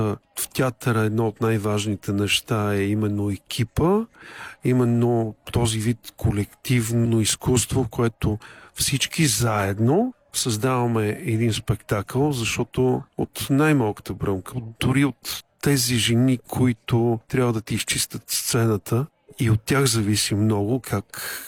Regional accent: Lovech, Lovech Province, Bulgaria; born or raised there; moved away as an adult; also born or lived in Pleven

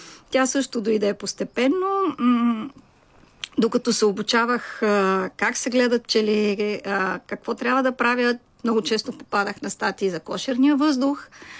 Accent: Sofia, Sofia City, Bulgaria; Аз съм дете от София с всички роднини софиянци, така че като малка страдах, че нямам село.

